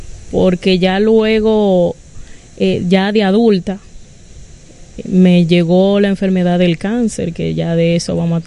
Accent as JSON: {"language": "Spanish", "region": "Santo Domingo", "country": "Dominican Republic", "tie": "born there", "said": "yo nací en Santo Domingo."}